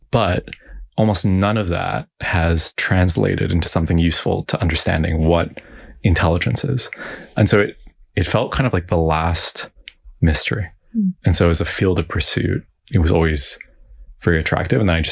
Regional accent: Toronto, Ontario, Canada; born there

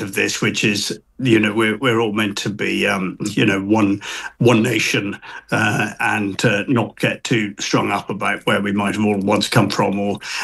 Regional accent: Wolverhampton, West Midlands, United Kingdom; born there; I mean, I was born in Wolverhampton. That doesn't really count as the north.

